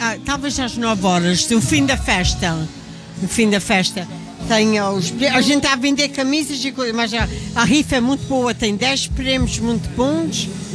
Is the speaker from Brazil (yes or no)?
no; United States; born there; Portuguese is a second language; E nasci aqui na América, mas os meus pais são do Faial e do Pinto.